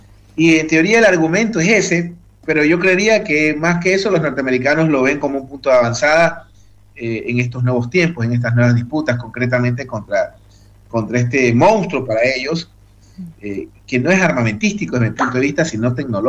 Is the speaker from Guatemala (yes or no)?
no; Ecuador